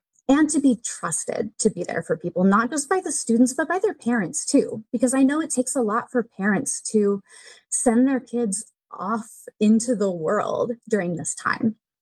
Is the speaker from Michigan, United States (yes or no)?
no; Texas, United States; moved away as an adult; also born or lived in Georgia / Florida; now in California, United States; I was born in Georgia. I grew up in Texas. I am the oldest of 9 kids.